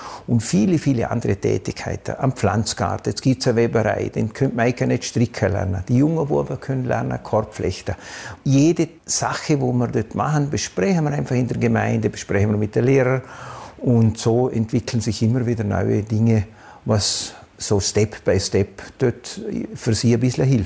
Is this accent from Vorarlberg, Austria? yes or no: yes; Vorarlberg, Austria; als Vorarlberger